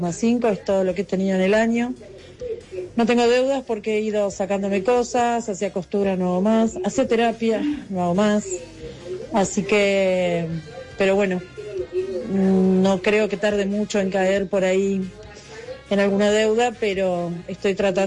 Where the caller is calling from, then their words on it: Buenos Aires, Argentina; de Almagro.